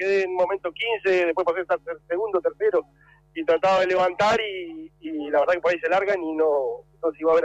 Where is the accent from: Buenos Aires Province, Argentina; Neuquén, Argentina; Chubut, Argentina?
Chubut, Argentina; Gobernador Costa; a todo el gobernador Costa, que la verdad que siempre vengo a representar a mi pueblo, al cual quiero mucho